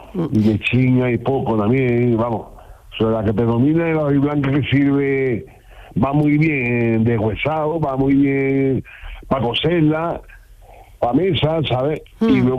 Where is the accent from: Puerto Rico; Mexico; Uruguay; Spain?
Spain; La Roda de Andalucía, Andalusia; De la Roda Andalucía.